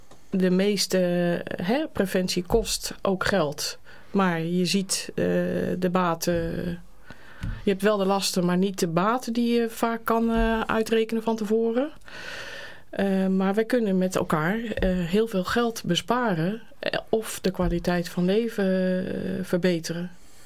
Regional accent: The Hague, South Holland, Netherlands; born there; now in Gouda, Netherlands; ik ben geboren in Den Haag.

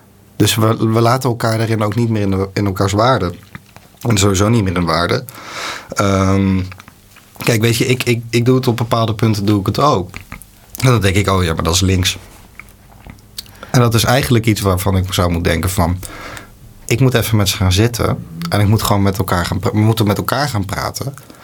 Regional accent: Netherlands

